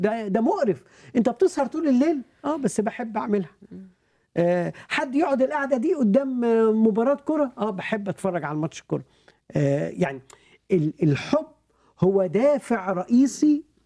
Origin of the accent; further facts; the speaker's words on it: Egypt; now in United States; من مصر الى امريكا، انا سبت مصر بثقافة مصر،